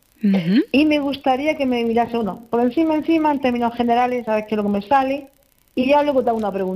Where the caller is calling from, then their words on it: Murcia, Region of Murcia, Spain; Desde Murcia.